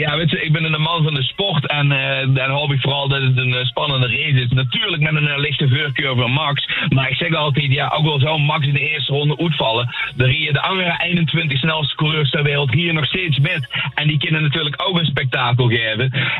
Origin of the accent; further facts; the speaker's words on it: Netherlands; En het is natuurlijk ook wel zo dat als Nederlanders, we gaan met z'n allen naar Oostenrijk